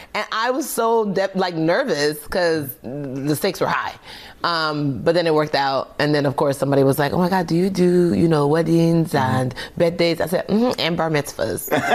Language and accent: English; Nigeria; And I was like, how do I do that? I'm Nigerian.